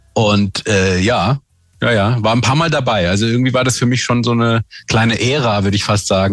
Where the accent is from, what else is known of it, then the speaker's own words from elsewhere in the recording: Freiburg, Baden-Württemberg, Germany; Genau, ich wohne jetzt wieder in meiner alten Heimat und ja, und mir geht's sehr gut.